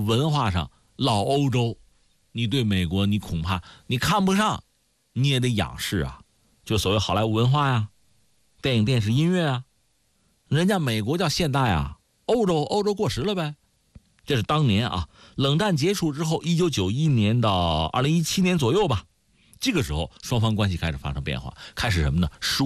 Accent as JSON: {"language": "Chinese", "country": "China", "said": "我们中国人"}